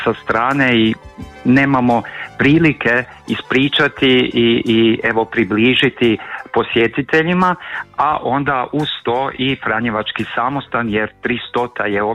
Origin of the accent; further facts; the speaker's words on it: Slavonia, Croatia; Kod nas u Slavoniji rokat je pojam napiti se, jel?